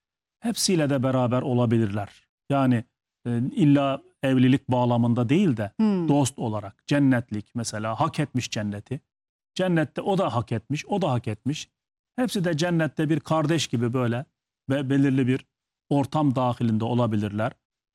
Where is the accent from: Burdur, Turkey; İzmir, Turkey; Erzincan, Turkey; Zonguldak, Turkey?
Burdur, Turkey; Burdurluyum ya.